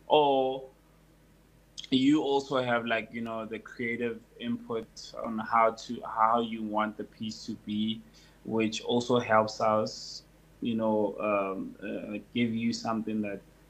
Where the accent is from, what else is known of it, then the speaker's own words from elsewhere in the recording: Durban, KwaZulu-Natal, South Africa; my background from the hood. I'm from Durban.